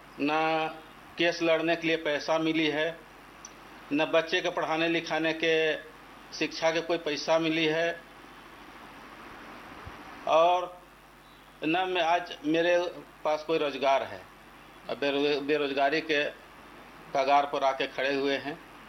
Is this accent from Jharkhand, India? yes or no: yes; Palamu district, Jharkhand, India; ग्राम हितडीहा थाना मनातु पलामू जिला के रहने वाला हूँ